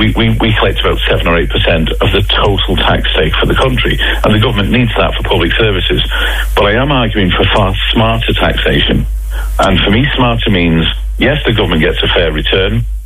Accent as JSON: {"language": "English", "region": "County Cork", "country": "Ireland", "said": "despite my funny accent, North Cork is home for me. And my mum doesn't have any of those options around Mallow in North Cork."}